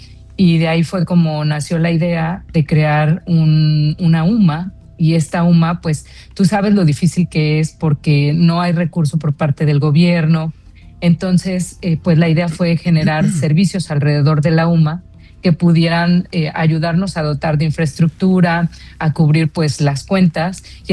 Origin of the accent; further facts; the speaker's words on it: Ciudad Mante, Tamaulipas, Mexico; born there; moved away as an adult; now in Huasteca Potosina, San Luis Potosí, Mexico; Yo soy tamaulipeca, nací en Ciudad Mante, Tamaulipas, y estudié turismo. Posteriormente hice una maestría en gestión del turismo sostenible y llevo 25 años viviendo aquí en la Huasteca Potosina. Me encanta. Desde que terminé la carrera me vine para acá.